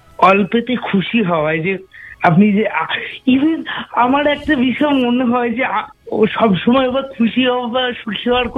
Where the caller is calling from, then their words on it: Malda, West Bengal, India; মালদা থেকে।